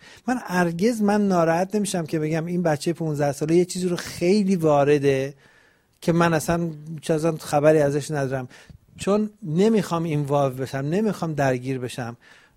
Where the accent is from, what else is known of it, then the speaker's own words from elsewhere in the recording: Iran; moved away; من از موقعی که از ایران اومدم بیرون